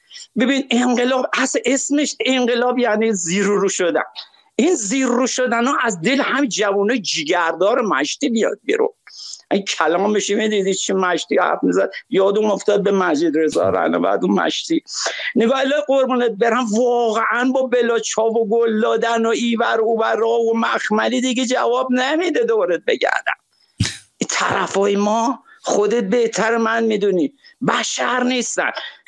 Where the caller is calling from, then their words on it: Shiraz, Fars, Iran; برم مرد کاکو از شیراز